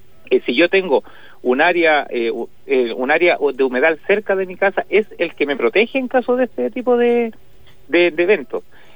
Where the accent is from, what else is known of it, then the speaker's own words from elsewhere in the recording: Villarrica, Araucanía, Chile; yo soy de Villarrica, nacido y criado en Villarrica.